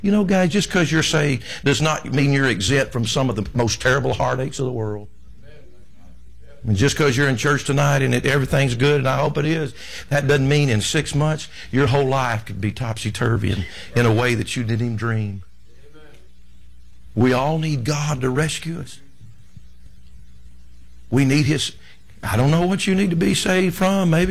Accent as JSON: {"language": "English", "country": "United States", "said": "It's because we're Americans"}